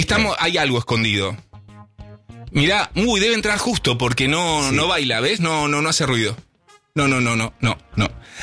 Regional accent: San Martín, Argentina; born there; Bueno, ¿viste? Bueno, soy nacido en San Martín.

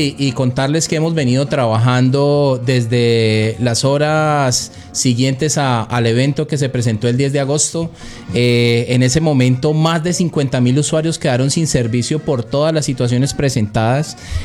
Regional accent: Cali, Valle del Cauca, Colombia; también como caleños, como una empresa caleña

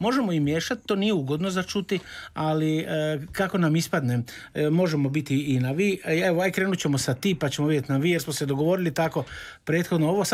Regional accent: Rijeka, Primorje-Gorski Kotar County, Croatia; now in Zagreb, Croatia; Ja sam rođeni Riječanin, za mene je Dubrovnik bio ono, na kraju onog kruga

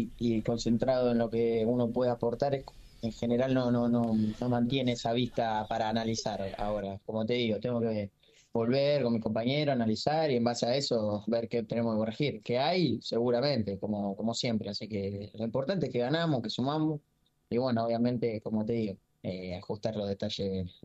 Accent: Argentina; Estoy igual que todo, como argentino, como fanático de él también

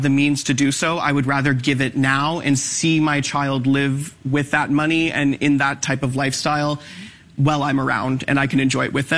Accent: Canada; I'm a Canadian actor, so she struggles.

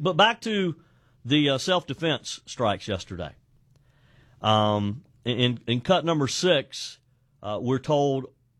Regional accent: South Carolina, United States; My home state has one what is considered blue congressional district. That district has been held for decades by Representative Jim Clyburn, the only Democrat out of the seven districts we have.

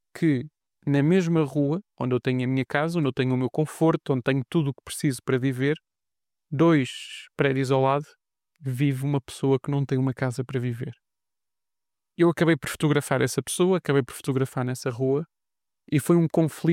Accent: Lisbon, Portugal; eu nasci em Lisboa. Lisboa é a minha cidade. Embora eu já não viva em Lisboa, tive que viver fora.

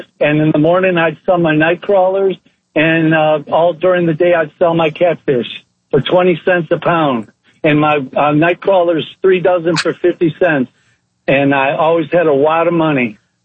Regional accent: Michigan, United States; now in Georgia, United States; I grew up north of Detroit on Lake St. Clair, which is actually part of the Great Lakes.

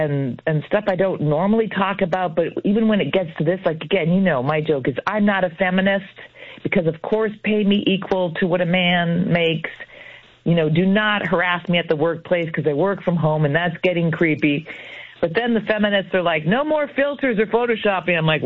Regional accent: Sault Ste. Marie, Ontario, Canada; born or raised there; also born or lived in Guelph

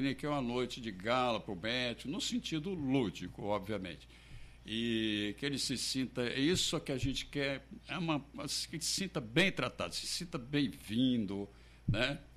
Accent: Vitória, Espírito Santo, Brazil; now in Recife, Brazil; Na minha terra natal, em Vitória, no Espírito Santo.

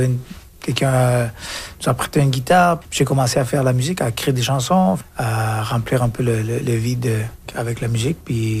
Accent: Colombia; also born or lived in Quebec, Canada; now in Alberta, Canada; je viens de la Colombie, mais j'habitais au Québec, alors je viens du Québec aussi. Puis quand je vais ailleurs, je viens de la Colombie, j'ai passé par le Québec, mais je viens de l'Alberta.

